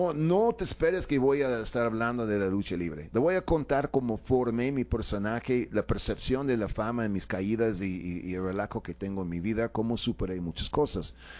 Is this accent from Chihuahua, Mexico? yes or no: no; Mexico City, Mexico; Soy chilango con acento, pues, ¿yo qué hago, no?